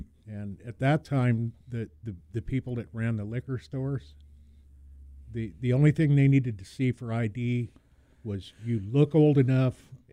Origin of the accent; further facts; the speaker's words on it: Reno, Nevada, United States; Reno, Nevada.